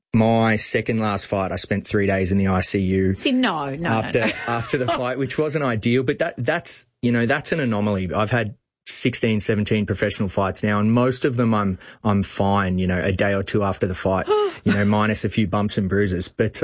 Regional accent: Bacchus Marsh, Victoria, Australia; Yeah, I'm from Bacchus Marsh, and kickboxing's obviously very big in the western suburbs.

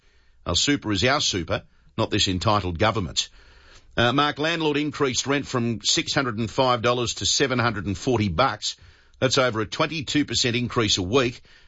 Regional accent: Australia; I'm Australian. I was born here.

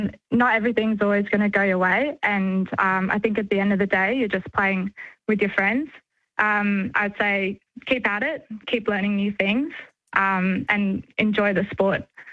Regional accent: Sydney, New South Wales, Australia; moved away as an adult; now in Brisbane, Australia; I was 8 years old. I grew up in Sydney, actually.

